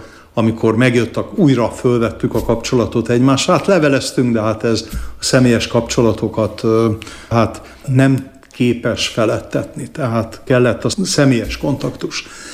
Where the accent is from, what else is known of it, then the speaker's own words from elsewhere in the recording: Budapest, Hungary; Csalóközből, Erdélyből és Rákospalotáról származom, és én egész életemben Újpesten éltem.